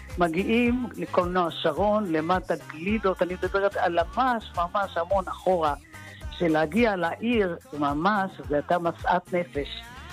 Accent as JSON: {"language": "Hebrew", "town": "Netanya", "region": "Central District", "country": "Israel", "tie": "born or raised there", "moved": "yes", "lives_now": "Gush Dan, Israel", "said": "אני נולדתי בשכונת עמידר בנתניה"}